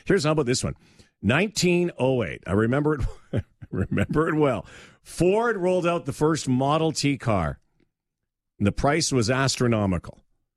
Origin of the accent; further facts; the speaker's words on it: Canada; I'm Canadian, and especially Canadian now.